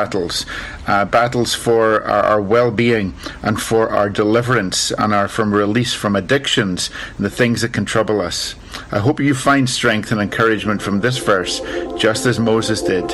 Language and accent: English; Ireland; I grew up in Ireland in a time of conflict, time of war